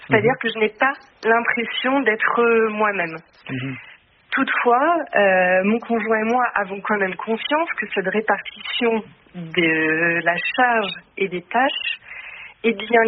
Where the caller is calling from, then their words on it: Rennes, Brittany, France; Je vous appelle de Rennes.